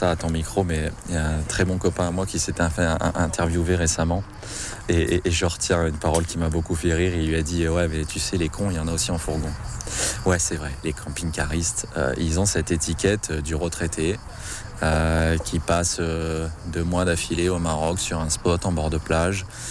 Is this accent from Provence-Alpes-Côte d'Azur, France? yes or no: yes; Provence-Alpes-Côte d'Azur, France; Oui, tu sais, je viens de la Côte d'Azur, donc les barrières à 1m90, 2m, oui, on les connaît.